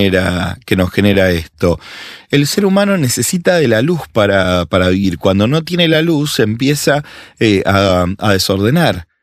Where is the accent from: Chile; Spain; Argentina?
Argentina; lo que sí estamos viviendo ahora nosotros los argentinos con la ley del aborto